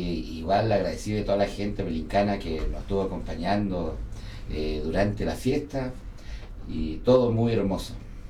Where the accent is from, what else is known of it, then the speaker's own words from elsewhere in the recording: Coyhaique, Aysén, Chile; Sí, yo soy de Coyhaique.